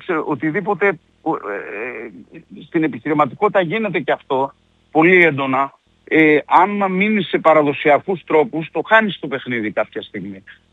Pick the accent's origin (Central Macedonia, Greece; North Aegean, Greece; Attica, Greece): Central Macedonia, Greece; Thessaloniki; now in Komotini, Greece; λόγω της καταγωγής της δικιάς μου, επειδή είμαι Θεσσαλονικιός